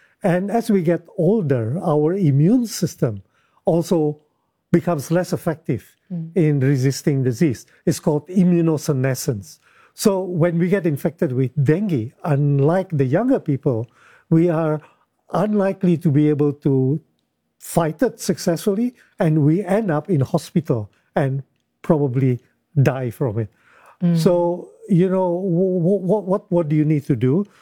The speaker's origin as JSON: {"language": "English", "country": "Indonesia", "said": "I come from Indonesia, and I know there's about 25 flights a day to Jakarta."}